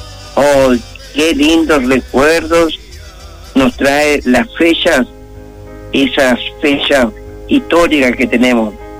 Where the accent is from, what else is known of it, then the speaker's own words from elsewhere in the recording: Chile; así somos los chilenos